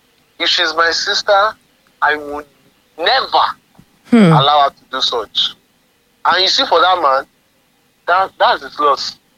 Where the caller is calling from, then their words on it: Nigeria; as a Nigerian